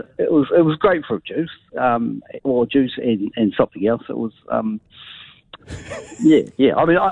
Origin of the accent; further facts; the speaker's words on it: Gisborne, New Zealand; born there; now in Porirua, New Zealand; I was a milk boy in Gisborne in the 1970s.